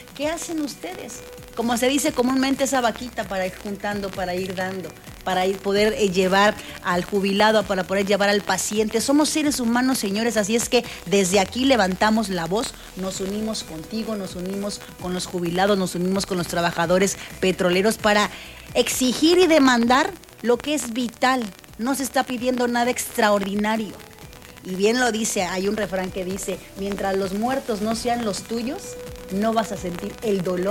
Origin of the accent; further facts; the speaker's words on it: Costa Rica; Soy orgullosamente costarricense y tengo mucha familia petrolera.